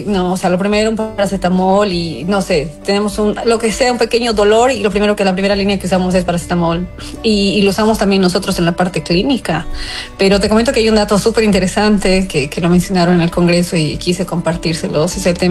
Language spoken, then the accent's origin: Spanish; La Paz, Bolivia